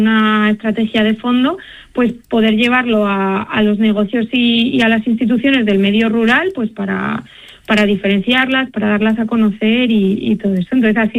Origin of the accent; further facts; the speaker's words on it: Castile and León, Spain; un pueblo de la zona del Valle del Tietar, que es de donde soy yo